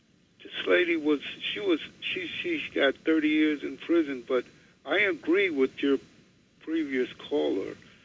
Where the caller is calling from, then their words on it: New York City, New York, United States; Calling from Brooklyn.